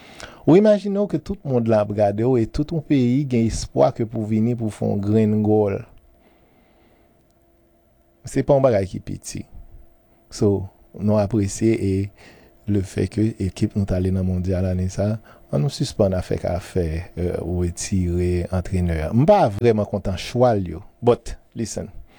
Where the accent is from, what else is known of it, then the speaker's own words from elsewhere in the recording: Haiti; Problème que nous gagnons en tant que haïtien